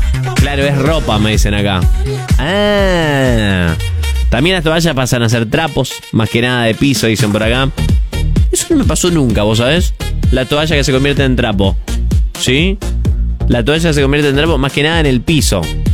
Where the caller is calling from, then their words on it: San Nicolás, Buenos Aires Province, Argentina; de Monj, San Nicolás, acá en el puerto a full.